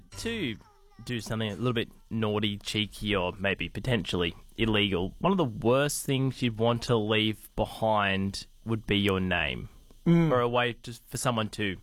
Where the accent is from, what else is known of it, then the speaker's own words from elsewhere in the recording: Queensland, Australia; Dylan still refuses to acknowledge me as a Queenslander.